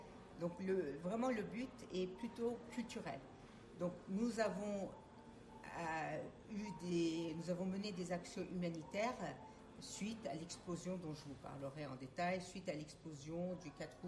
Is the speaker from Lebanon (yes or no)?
yes; Lebanon; now in France; Nous sommes franco-libanais, bien sûr, nous sommes libanais et français en même temps.